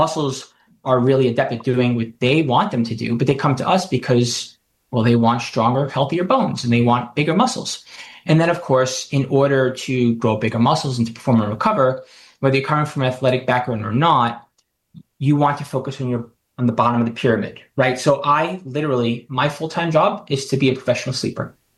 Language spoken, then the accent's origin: English; New York, United States; it's the difference between thinking as a New Yorker that socioeconomically I need to sleep 5 hours a day